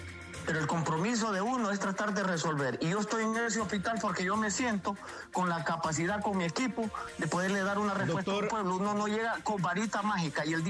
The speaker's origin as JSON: {"language": "Spanish", "country": "Honduras"}